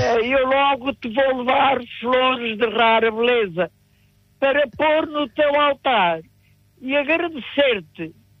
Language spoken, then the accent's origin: Portuguese; Sátão, Viseu, Portugal; born there; also born or lived in Lisbon; fiz o magistério em Lisboa, mas eu não sou de Lisboa. Eu nasci no concelho de Sátão, numa aldeia chamada Xoito de Golfar, freguesia de Romãs.